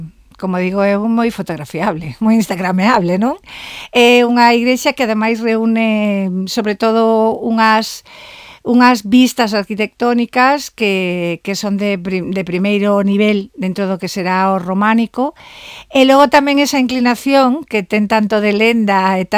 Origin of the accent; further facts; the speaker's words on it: A Coruña, Galicia, Spain; now in Santiago de Compostela, Spain; Na cidade de Herculina, que tamén me dicen que xa non son de Coruña, que como traballo en Compostela, pois non son coruñesa